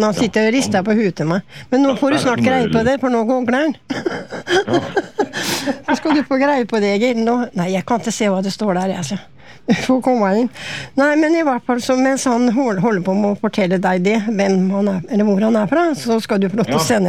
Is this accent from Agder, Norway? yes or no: no; Fredrikstad, Østfold, Norway; Vi er jo fra Manstad, og ute på Manstad hadde vi jo Manstadvel